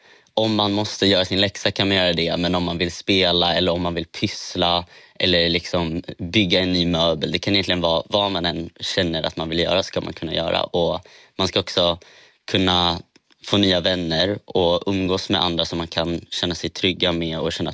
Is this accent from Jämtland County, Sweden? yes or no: no; Södertälje, Stockholm County, Sweden; jag har vuxit upp i Södertälje utan någonstans att känna mig trygg.